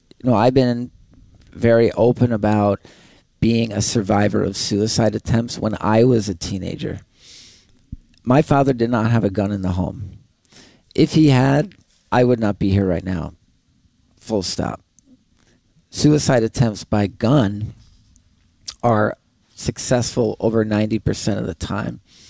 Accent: Wilmington, New York, United States; moved away as an adult; now in New York City, United States; I was born and raised in the Adirondack Mountains.

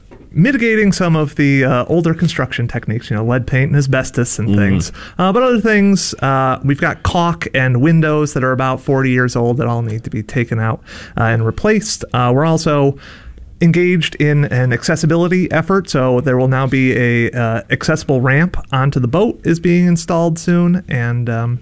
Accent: Chittenango, New York, United States; I'm myself from Central New York. I'm from Chittenango originally.

